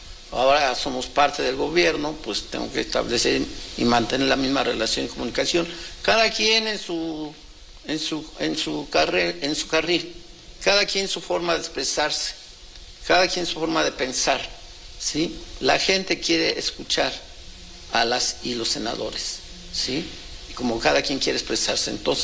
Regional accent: State of Mexico, Mexico; Yo, como soy del Valle de México, del altiplano, del centro, en particular del Estado de México, a lo mejor nunca en nuestra región No.

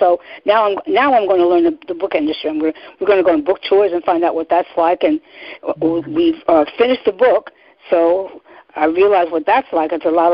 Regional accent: New York, United States; as a New Yorker, brought up in the streets

